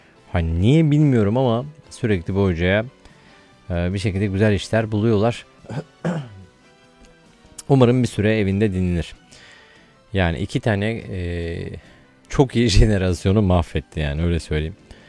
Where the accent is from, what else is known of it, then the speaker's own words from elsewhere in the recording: Ankara, Turkey; born there; moved away; Bugün Ankara'dan yine sizin memlekette yaşayan benim eski memleketim, şimdiki sizin memleketiniz ama yine sizin memleketinizde yaşayan ablam geldi.